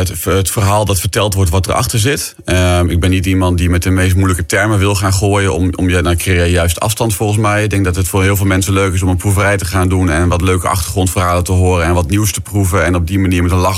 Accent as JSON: {"language": "Dutch", "town": "Assen", "region": "Drenthe", "country": "Netherlands", "tie": "born or raised there", "said": "Ik ben geboren getogen in Assen."}